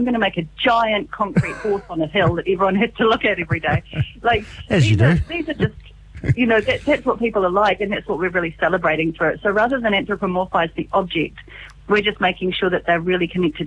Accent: South Island, New Zealand; now in Auckland, New Zealand; I have a lot of fondness for the whole concept of quinces from growing up in the South Island. We used to go on holiday to this sheep farm

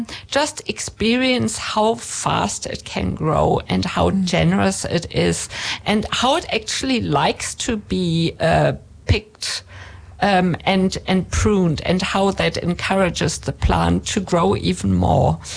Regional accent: Germany; accent: German; moved away; So you can hear in my accent that I'm German. I grew up with really, really good bread.

